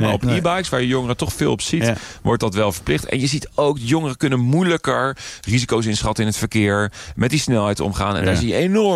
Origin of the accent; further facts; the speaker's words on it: Rotterdam, South Holland, Netherlands; Wij komen uit Rotterdam.